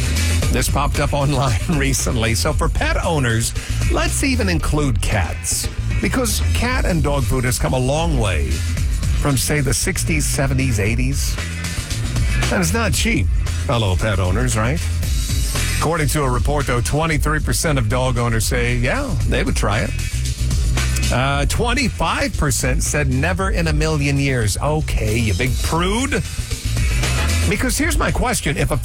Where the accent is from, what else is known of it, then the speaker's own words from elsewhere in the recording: Kokomo, Indiana, United States; Back when I was younger, growing up in Kokomo, Indiana, a small town north of Indy